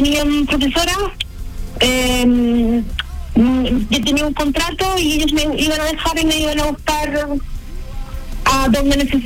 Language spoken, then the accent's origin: Spanish; Quillón, Ñuble, Chile; also born or lived in Concepción, Chile; yo siempre digo que yo soy ciudadana del mundo, porque yo crecí, bueno, yo nací en Concepción, después me crié en Quillón.